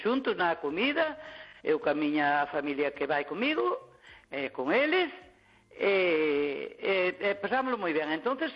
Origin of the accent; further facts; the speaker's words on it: Cacheiras, Galicia, Spain; now in Santiago de Compostela, Spain; Eu pois un fillo de Teio, pero son de Cacheiras.